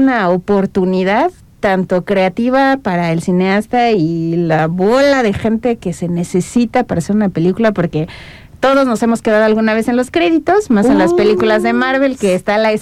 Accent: Mexico; ay, todos como mexicanos conocemos o la leyenda de la Llorona o lo de los nahuales, ¿no?

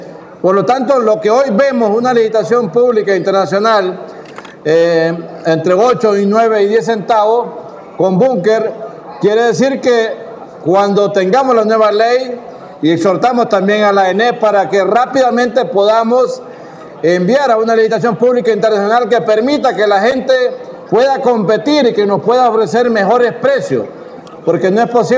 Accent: Honduras; No podemos seguir como hondureños permitiendo que Honduras siga perdiendo 50 millones diarios de energía

